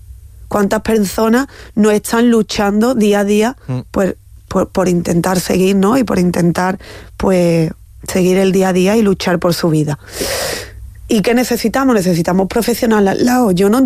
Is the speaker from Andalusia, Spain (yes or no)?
yes; Chipiona, Andalusia, Spain; a la de mi tierra, Chipiona.